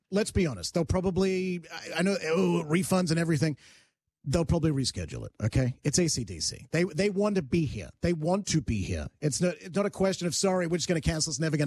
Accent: Australia; Yes, I'm Australian. I can say that.

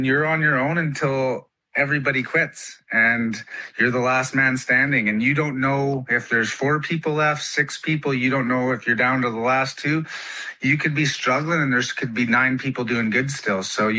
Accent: British Columbia, Canada; growing up in Canada and in northern British Columbia, like I've seen the cold temperatures, I've camped in them, I've hunted in them.

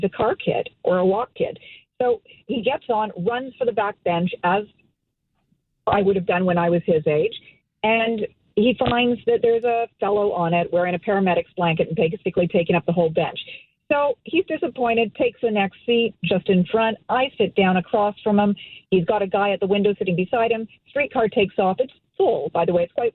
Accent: Toronto, Ontario, Canada; I grew up in Toronto. I was born here, bred here, love this city, love it with a deep, deep, unbridled passion. And when I was 14 years old, I would get on the TTC with my friends. I would come from Etobicoke.

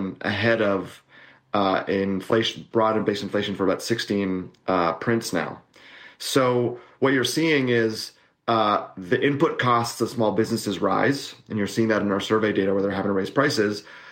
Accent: Canada; You know, it certainly concerns me as a Canadian, because small business owners are a key engine of our economy

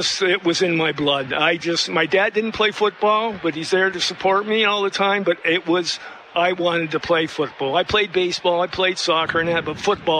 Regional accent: Vancouver, British Columbia, Canada; and in the east end of Vancouver where I grew up, and it couldn't have been any better.

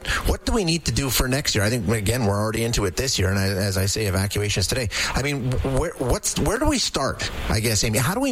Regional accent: Alberta, Canada; I mean, you lived in Banff, I grew up in Alberta

